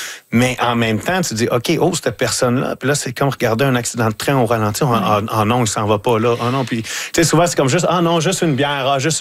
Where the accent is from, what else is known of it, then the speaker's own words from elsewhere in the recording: Lavaltrie, Quebec, Canada; now in Montreal, Canada; Non, mais quand je suis arrivé, moi, je viens de la Valtrie, dans la région, okay, de la Naudière. Mm-hmm. Puis quand je suis arrivé à Montréal, c'était ma porte d'entrée vers Montréal.